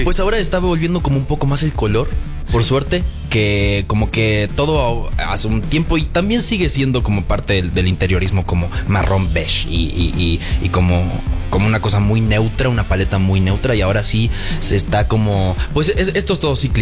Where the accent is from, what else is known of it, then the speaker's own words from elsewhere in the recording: Uruguay; also born or lived in Mexico; estaba en Uruguay filmando una serie para México, en mi país, en mi casa, en la casa de mi madre.